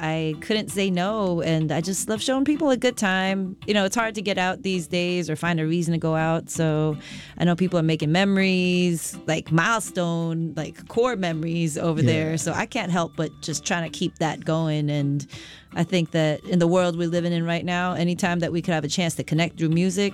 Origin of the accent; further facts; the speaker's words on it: Ithaca, New York, United States; born there; the infamous, famous, beautiful Wednesdays that I grew up with here in Ithaca.